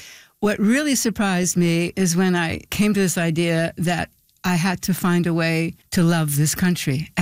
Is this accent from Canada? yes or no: yes; Canada; as a Canadian?